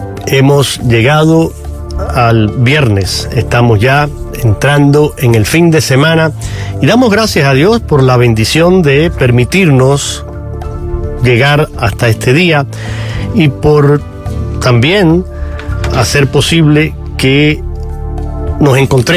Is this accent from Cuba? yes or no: yes; Cuba; moved away; Es inmigrante, al igual que este servidor … que soy cubano. Los dos abandonamos nuestros países por razones y motivos